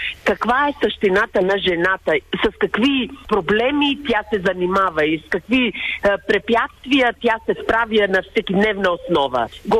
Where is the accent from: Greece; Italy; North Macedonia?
North Macedonia; Bitola; Двете сме от Македония, от Битоля